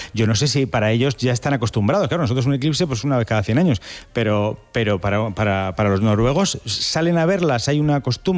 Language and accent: Spanish; Spain; ¿Por qué no son tan horteras como somos los españoles cuando nos hacemos ricos de golpes?